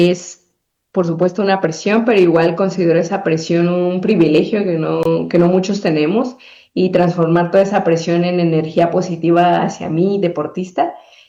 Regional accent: Mexico

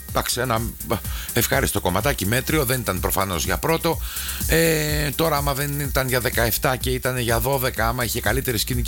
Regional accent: Greece; Γιατί είμαστε από την Ελλάδα

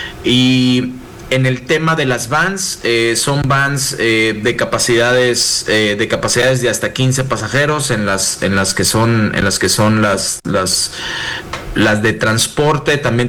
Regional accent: Mexico; nuestras universidades como ingenieros mexicanos van en conjunto con estas marcas

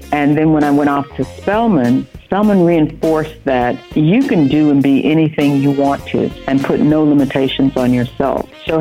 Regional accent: St. Louis, Missouri, United States; moved away as an adult; also born or lived in Palestine, Texas / Atlanta, Georgia; And we moved to St. Louis, where I grew up and lived and stayed until I went off to college.

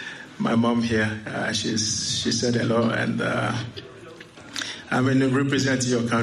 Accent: Ghana; my path was different because I was born and raised in Ghana.

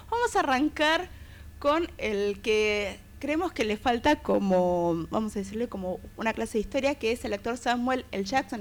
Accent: Argentina

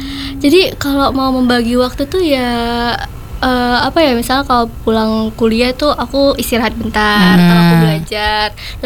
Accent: Palembang, South Sumatra, Indonesia; Jujur pas awal kuliah itu kayak culture shock karena aku anak PP juga kan, dari Palembang

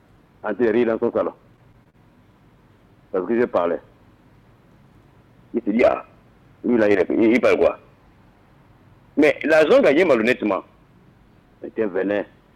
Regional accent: Bélinga, Ogooué-Ivindo, Gabon; moved away; C'est là-bas où j'ai grandi, à Belinga.

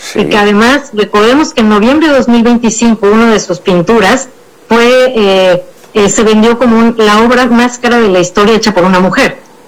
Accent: Mexico; Realmente como mexicano, como mexicana

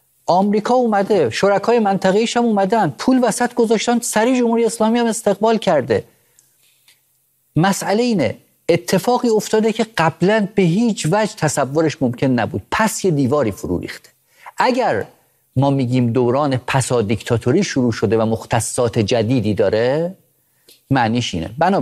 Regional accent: Iran

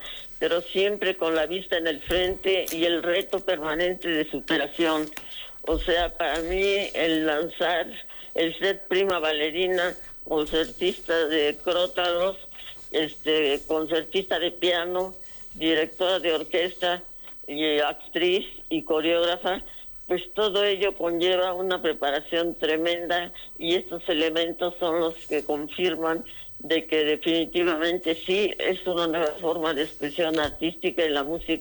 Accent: Mexico; es un homenaje que se me hace en mi país.

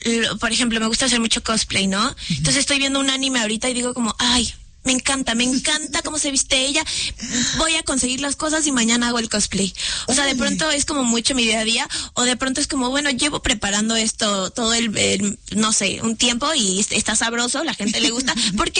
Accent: Mexico; sobre todo aquí en mi país

